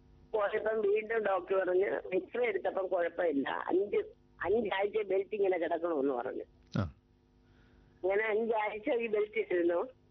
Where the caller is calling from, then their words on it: Peyad, Kerala, India; ഞാൻ പേയാട് നിന്നാണ്.